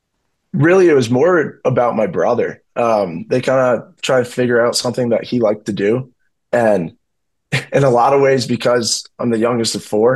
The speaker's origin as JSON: {"language": "English", "town": "Chicago", "region": "Illinois", "country": "United States", "said": "I'm from Chicago. I'm a diehard Bears fan."}